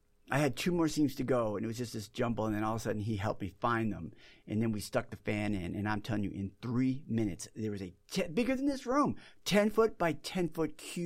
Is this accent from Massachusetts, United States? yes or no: yes; Massachusetts, United States; which is only 40 minutes from where I grew up in Massachusetts.